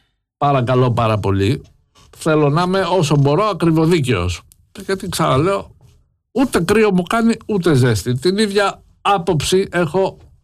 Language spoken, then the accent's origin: Greek; Greece; και εμείς ως Έλληνες